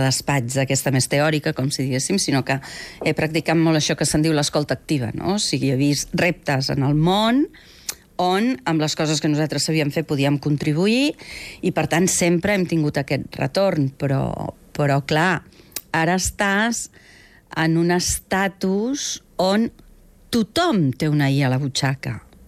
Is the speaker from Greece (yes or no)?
no; Figueres, Catalonia, Spain; now in Barcelona, Spain; jo vaig venir a estudiar de Figueres a Barcelona